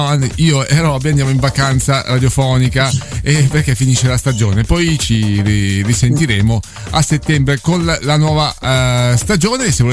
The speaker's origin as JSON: {"language": "Italian", "region": "Southern Italy", "country": "Italy", "said": "per chi come noi siamo del sud, l'abbiamo vissuto"}